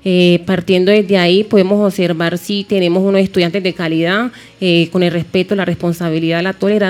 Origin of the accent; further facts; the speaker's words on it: Quito, Pichincha, Ecuador; also born or lived in Abejorral, Colombia; now in Medellín, Colombia; yo normalmente vivo en la ciudad de Quito, soy nacida y criada allá, pero hace varios años vivo en la ciudad de Medellín